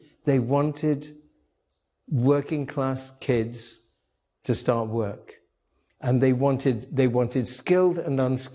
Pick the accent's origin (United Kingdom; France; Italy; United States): United Kingdom; Midlands; I grew up in the Midlands, in the industrial part of Britain, England. My father was an electrician. He began his career, his life working in the coal mines where he learned the trade.